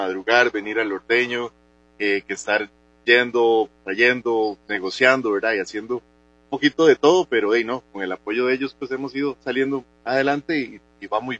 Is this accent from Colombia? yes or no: no; Tejar, Cartago, Costa Rica; yo soy de Tejar del Guarco, mi familia, sobre todo pues mi familia paterna sí fue muy ganadera de los drenes de Tejar